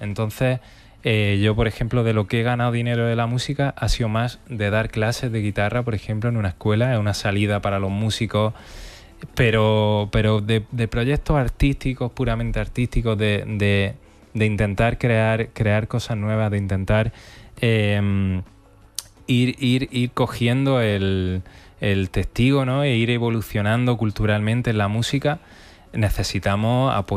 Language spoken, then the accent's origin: Spanish; Almería, Andalusia, Spain; also born or lived in Granada